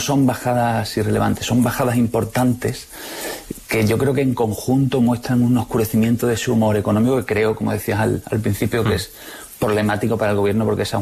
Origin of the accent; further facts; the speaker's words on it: Andalusia, Spain; un rara una futbolística andaluza.